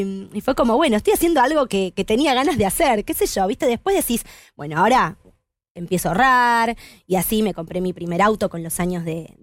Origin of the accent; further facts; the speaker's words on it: Lanús, Buenos Aires Province, Argentina; also born or lived in Lomas de Zamora; En Lanús. Yo nací en Lomas, en realidad. Nací en Lomas, viví toda mi vida en Lanús con mi familia hasta mis 23 años.